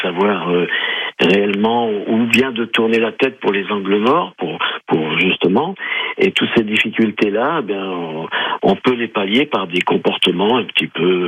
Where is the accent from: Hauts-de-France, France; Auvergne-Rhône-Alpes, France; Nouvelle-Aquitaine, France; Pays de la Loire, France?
Hauts-de-France, France; Saleux; puisque moi je suis de Saleux, je prends des situations qui sont du cru.